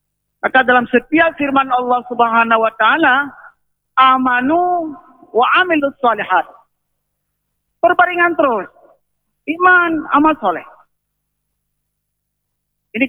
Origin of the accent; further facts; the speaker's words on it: Aceh, Indonesia; Kita dari Aceh harus mencari ilmu di tempat lain. Yang dulu orang lain datang ke Aceh.